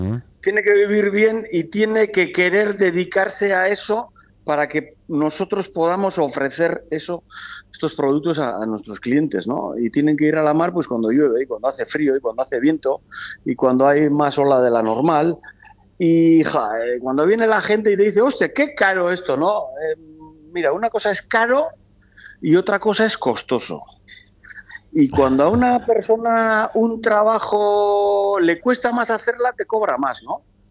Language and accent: Spanish; Ondarroa, Basque Country, Spain; O sea, mi pueblo, Ondarroa, antes era Dios. Han llegado a tener 170 y pico barcos de altura y otros pues 50 o 70 de bajura. Y hoy en día no sé si llegan a 10 en total